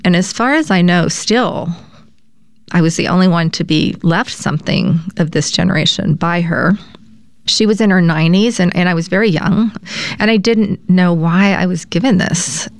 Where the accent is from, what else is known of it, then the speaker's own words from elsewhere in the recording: Louisiana, United States; So yes, I grew up in Louisiana myself. I grew up in the southwest part of the state. Both sides of my family there's French ancestors on both sides going back several hundred years. And I grew up in a very French Louisiana culture